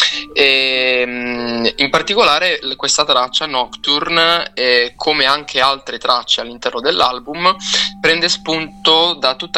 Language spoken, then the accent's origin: Italian; San Michele, Apulia, Italy; L'associazione di San Michele, il mio paese, ho iniziato il mio percorso musicale lì e poi ho continuato insomma in conservatorio